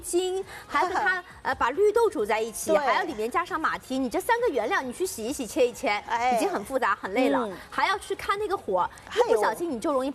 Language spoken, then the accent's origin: Chinese; Shanghai, China; 而且接下来秋老虎来袭啊，我们上海人都知道的。